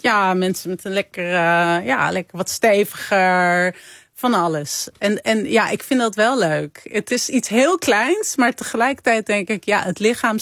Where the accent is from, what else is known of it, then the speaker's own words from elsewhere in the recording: Amsterdam, North Holland, Netherlands; Ja, ik kom ook uit Amsterdam.